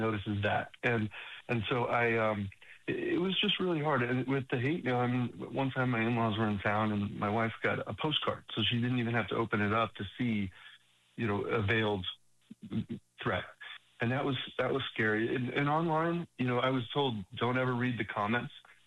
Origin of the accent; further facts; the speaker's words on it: New York, United States; now in Houston, United States; You know, being a New Yorker coming into Houston, it was just incredible.